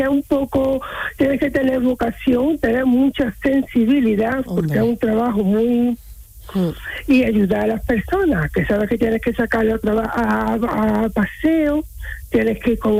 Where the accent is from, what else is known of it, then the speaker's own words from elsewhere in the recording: Córdoba, Andalusia, Spain; Pues mira, yo soy de Córdoba capital.